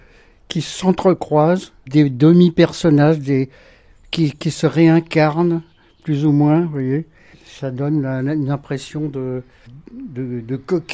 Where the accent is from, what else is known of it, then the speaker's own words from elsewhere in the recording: Paris, Île-de-France, France; now in Saint-Céneri-le-Gérei, France; Ah non, je suis un Parisien d'origine.